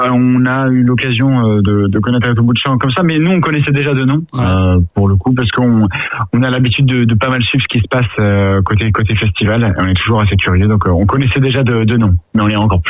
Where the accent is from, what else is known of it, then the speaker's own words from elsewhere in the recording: Paris, Île-de-France, France; Alors nous on est originaire de Paris. On a pas mal voyagé dans notre vie